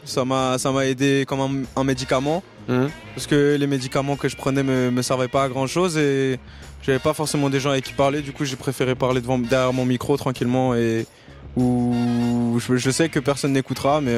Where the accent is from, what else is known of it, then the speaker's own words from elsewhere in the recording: Renens, Vaud, Switzerland; Renan, en vrai, c'est là où j'ai grandi toute ma vie. Ça fait partie de mon histoire et je le décris dans ma musique parce que c'est là où j'ai vécu. Et en vrai, c'est un quartier populaire où il y a un peu de tout.